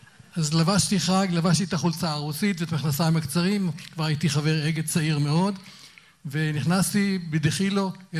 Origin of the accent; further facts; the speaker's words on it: Rosh Pinna, Northern District, Israel; כי ראש פינה היא נשמתי, ראש פינה שלי, ראש פינה נולדתי בראש פינה